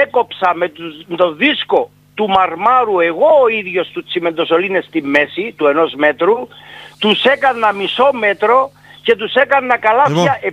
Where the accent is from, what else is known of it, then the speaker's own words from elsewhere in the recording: Greece; Εγώ είμαι Έλληνας